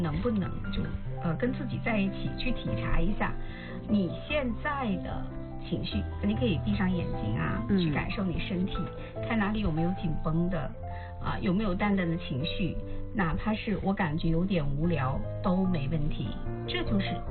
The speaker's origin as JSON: {"language": "Chinese", "country": "China"}